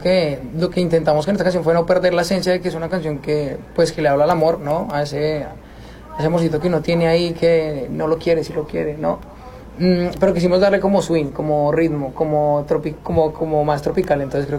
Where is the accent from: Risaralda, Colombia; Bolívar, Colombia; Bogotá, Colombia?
Bogotá, Colombia; born there; cuando estaba en Bogotá, vivo en Bogotá. Cuando vivía con mis papás